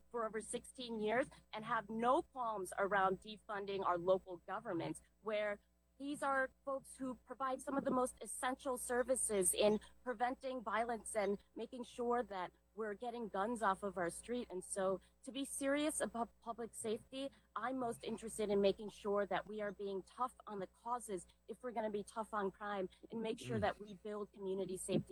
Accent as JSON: {"language": "English", "town": "Madison", "region": "Wisconsin", "country": "United States", "said": "We had a police shooting in my hometown of Madison, Wisconsin"}